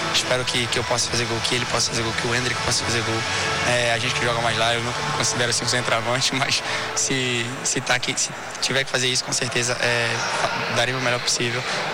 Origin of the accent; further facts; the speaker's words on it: João Pessoa, Paraíba, Brazil; Bom, eu sou de João Pessoa, comecei a praticar o surf em Baía Formosa.